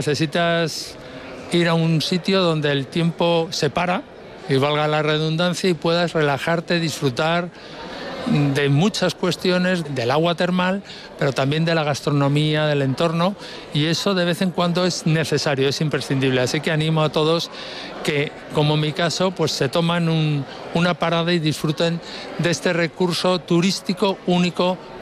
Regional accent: Madrid, Community of Madrid, Spain; soy de Madrid, vivo en Madrid.

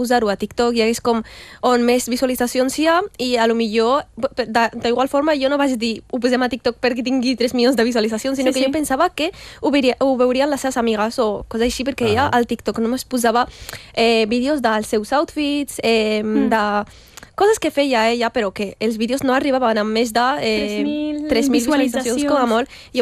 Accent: Catalonia, Spain; Si et pregunten i tu li dius soc catalana, et diuen ja, i què més? O sigui, catalana i...

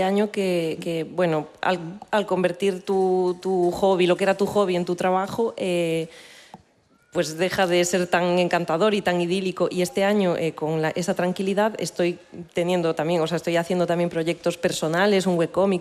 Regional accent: Galicia, Spain; soy dibujante de cómic y soy gallega

